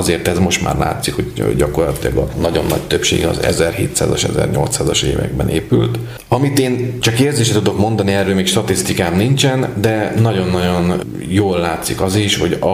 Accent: Kecskéd, Komárom-Esztergom, Hungary; Komárom-Esztergom megyében akkor, hát itt mindenképpen a szülőfalumnak a kápolnáját mondanám, a Kecskédi kápolnát.

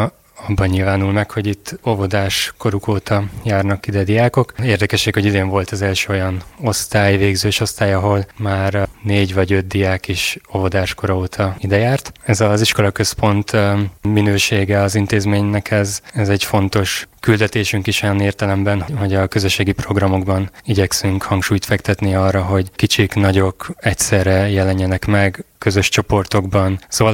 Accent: Transylvania, Romania; Ez egy kisvárosnak egy kis iskolája, Székelykeresztúron, ráadásul Erdélyből származom.

